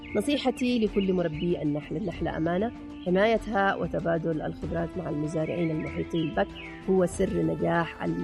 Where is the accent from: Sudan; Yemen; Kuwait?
Yemen; نحن كأصول يمنية